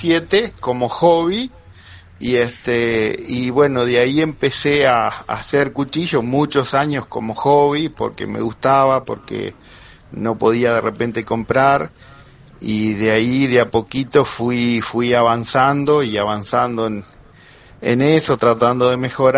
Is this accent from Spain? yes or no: no; Barker, Colonia, Uruguay; zona de Barker es muy grande, porque abarca también la parte de campo. Yo, por ejemplo, no vivo ahí mismo, estoy a 4 kilómetros, pero soy de Barker